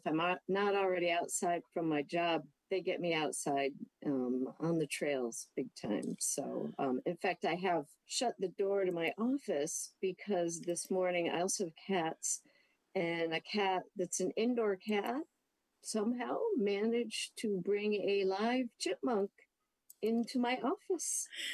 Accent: New York, United States; also born or lived in San Diego County, United States; Well, I grew up in New York and then lived overseas, but I spent a good 20 years in San Diego County.

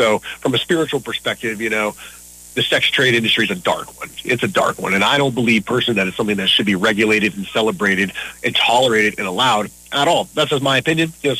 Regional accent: Virginia, United States; moved away as an adult; now in Vallejo, United States; I'm from Virginia, the D.C. area. I am moving back home

